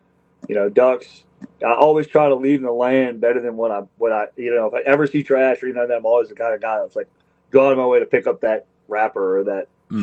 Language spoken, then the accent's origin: English; Mandeville, Louisiana, United States; I grew up in Manville, Louisiana, fishing Lake Pontchartrain, pretty much crabbing it, shrimping it, all that stuff my whole life.